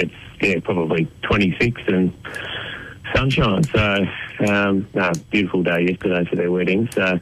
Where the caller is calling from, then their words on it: Cairns, Queensland, Australia; So, in Cairns at the moment. I just had a wedding last night.